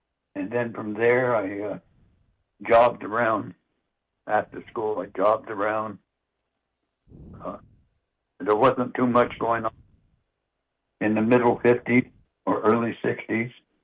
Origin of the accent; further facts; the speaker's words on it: Fairfield, Vermont, United States; also born or lived in Enosburg Falls; Well, I was born 1943 in Enosburg Falls, a place called Duffy Hill. when I was two, my dad moved over to Fairfield on what is called the Sherman Farm Road